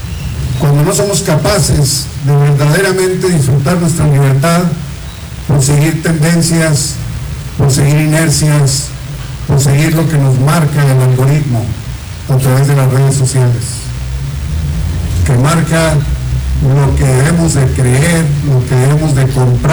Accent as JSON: {"language": "Spanish", "country": "Mexico"}